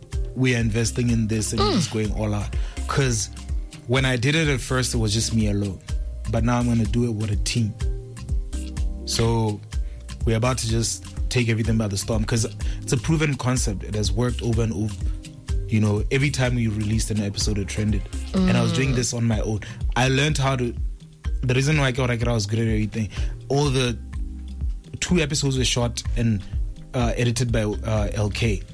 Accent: Botswana; now in South Africa; at first I was afraid to say that I'm from Botswana when I was in South Africa.

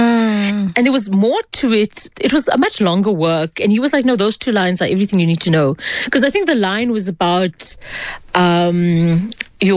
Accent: South Africa; a Muslim woman, Muslim Indian woman growing up in South Africa

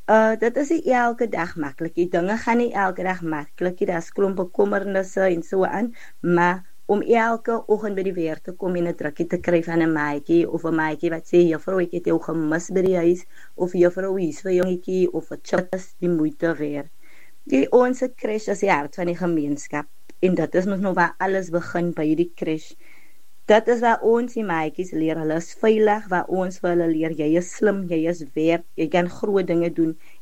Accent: Western Cape, South Africa; Ek is nou nie gebore daar nie, maar ek is wel getoe in Hubbardstyle. Vir die luisteraars dat die weet waar Hubbardstyle is, dit is 'n klein warm dorpie, so 50 km van Mosselbaai af.

